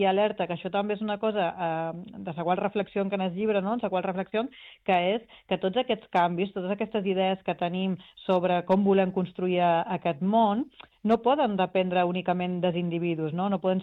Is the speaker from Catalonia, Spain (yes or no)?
no; Ibiza, Balearic Islands, Spain; jo soc d'Eivissa